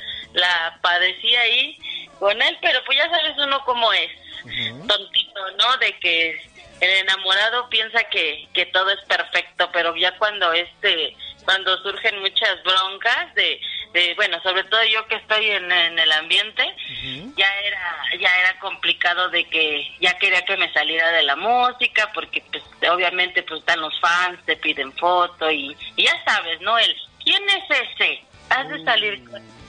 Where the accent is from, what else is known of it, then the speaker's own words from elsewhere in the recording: Salamanca, Guanajuato, Mexico; moved away as an adult; now in Mexico City, Mexico; soy de Salamanca, Guanajuato.